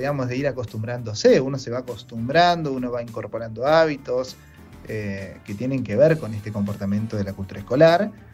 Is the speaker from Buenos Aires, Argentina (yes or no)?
no; Luis Beltrán, Río Negro, Argentina; Nacido y criado en este pueblo, en Luis Beltrán